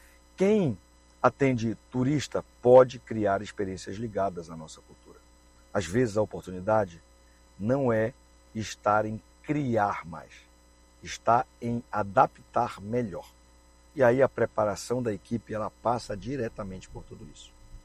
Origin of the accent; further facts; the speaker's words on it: Pará, Brazil; Nós chegamos a uma das semanas mais especiais do ano para nós que somos paraenses, a Semana do Círio.